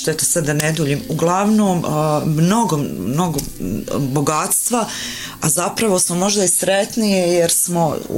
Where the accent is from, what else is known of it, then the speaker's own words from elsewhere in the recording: Maglaj, Federation of Bosnia and Herzegovina, Bosnia & Herzegovina; moved away as an adult; ja sam otišla iz Maglaja i onda će se dogoditi one magleske poplave koje su zapravo potopile cijeli grad